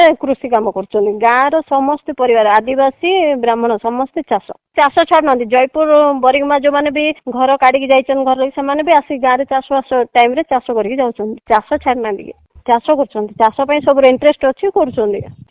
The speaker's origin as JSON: {"language": "Odia", "town": "Jeypore", "region": "Odisha", "country": "India", "tie": "born or raised there", "said": "ମୋ ଗାଁଟା ଜୟପୁର, ମୁଁ ଆସିକି ଏଠି ରହିଲି, ମୁଁ ବହୁତ ହସ ଖୁସିରେ ଅଛି"}